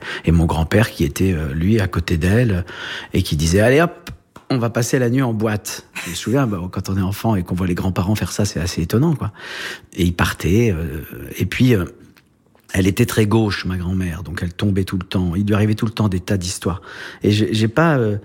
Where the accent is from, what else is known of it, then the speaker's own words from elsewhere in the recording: Grand Est, France; also born or lived in Saint-Dizier; j'ai grandi, je suis né en Champagne, à Saint-Dizier, mais c'est le seul endroit en Champagne où on fait pas de champagne. Et ensuite, j'ai grandi dans les Vosges, mais c'est la plaine des Vosges, il n'y a pas la montagne.